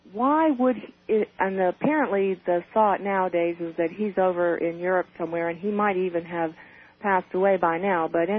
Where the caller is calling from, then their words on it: Nashville, Tennessee, United States; calling from Nashville.